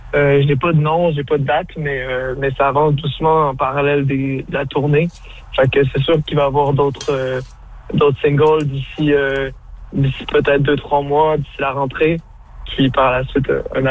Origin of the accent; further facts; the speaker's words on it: Quebec, Canada; Parce que je suis québécois